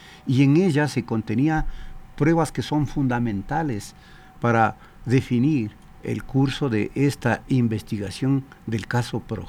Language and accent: Spanish; Ecuador; uno como ecuatoriano